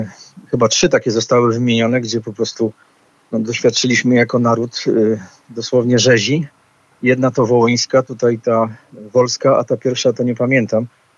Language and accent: Polish; Warsaw, Masovian Voivodeship, Poland; No, jestem z Bemowo-Wola.